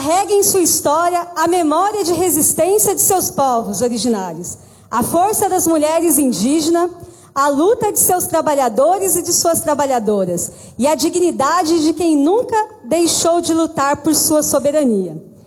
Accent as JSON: {"language": "Portuguese", "country": "Brazil", "said": "Venho do Brasil, de Pindorama, território ancestral dos povos originários"}